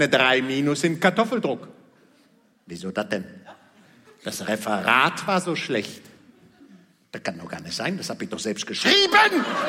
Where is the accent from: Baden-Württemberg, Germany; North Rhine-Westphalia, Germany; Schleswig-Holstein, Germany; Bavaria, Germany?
North Rhine-Westphalia, Germany; Bad Driburg; born there; now in Münster, Germany; Ich bin doch hier in der Ecke geboren. Einfach einmal da, halb da über den, ne? Bad Driburg